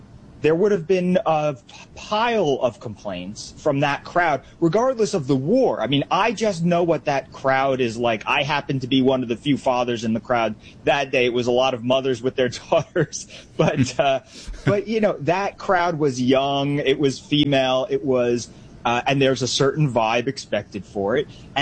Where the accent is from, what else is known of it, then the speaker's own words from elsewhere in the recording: New Jersey, United States; Look, I grew up in New Jersey, and I am I hold conservative political beliefs, and I'm an Orthodox Jew who's pro-Israel.